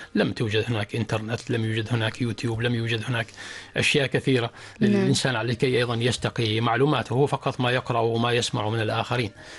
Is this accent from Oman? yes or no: yes; Oman; طبعا أنا من مواليد 1973، فإحنا نشأنا في بيئة متناهية في البساطة. ولكن في هذاك الوقت يعني كانت عمان تنمو وتنمو بسرعة